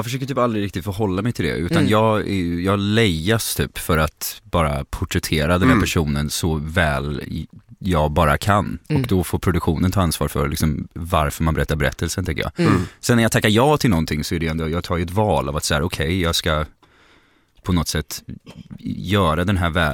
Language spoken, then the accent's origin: Swedish; Gothenburg, Västra Götaland County, Sweden; Hon hade missat att jag är göteborgare.